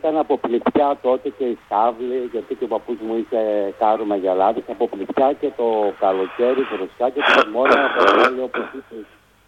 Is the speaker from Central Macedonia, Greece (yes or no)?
yes; Central Macedonia, Greece; στο χωριό μου εδώ στην περιοχή Λαγκαδά